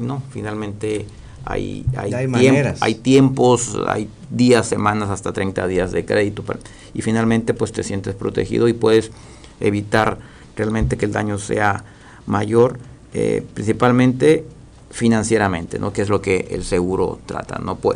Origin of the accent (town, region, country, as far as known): Mexico